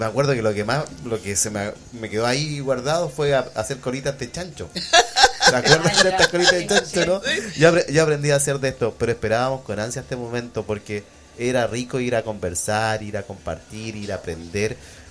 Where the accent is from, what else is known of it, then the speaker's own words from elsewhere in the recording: Melipilla, Santiago Metropolitan Region, Chile; en la comuna de Melipilla, donde yo nací